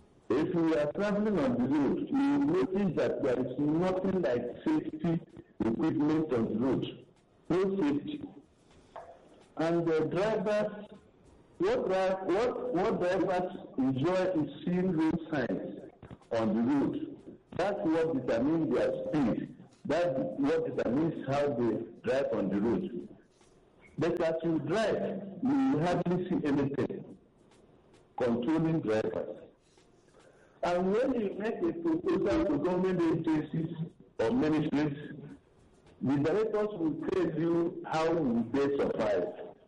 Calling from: Lagos, Nigeria; I'm calling from Lagos.

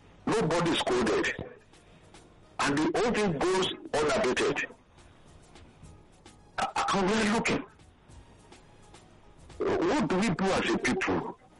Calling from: Ibadan, Oyo, Nigeria; I'm calling from Ibadan.

